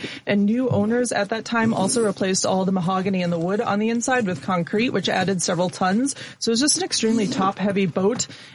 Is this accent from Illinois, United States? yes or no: yes; Barrington, Illinois, United States; So I grew up in Barrington, Illinois, so a suburb of the city of Chicago. Stayed there until I was 18.